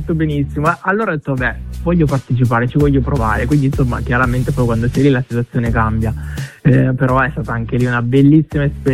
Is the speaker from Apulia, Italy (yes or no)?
no; Vittoria, Sicily, Italy